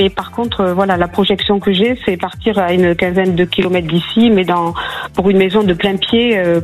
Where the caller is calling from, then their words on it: Nouvelle-Aquitaine, France; De Dordogne.